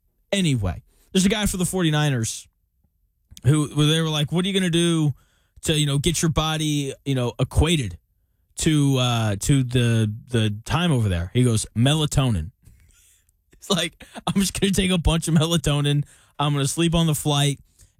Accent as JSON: {"language": "English", "town": "Murfreesboro", "region": "Tennessee", "country": "United States", "tie": "born or raised there", "also_born_or_lived": "Arkansas", "said": "growing up in Murfreesboro in Tennessee, we'd go to Florida sometimes"}